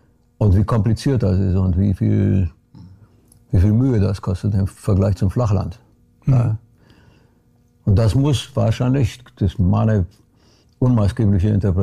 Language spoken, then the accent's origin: German; Brașov, Brașov County, Romania; moved away; Ich bin geboren in Kronstadt in Rumänien im Karpatenbogen. Und das ist vielleicht nicht ganz so hoch, aber auch gebirgig. Karpaten sind auch wunderschön. Und ich nehme an, dass so meine Kindheit und die Zeit, die wir da unten gelebt haben, das einem so hinterlassen hat.